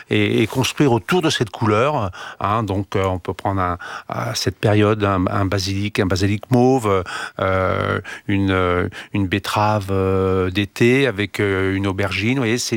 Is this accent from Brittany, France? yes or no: yes; Brittany, France; born there; je suis né en Bretagne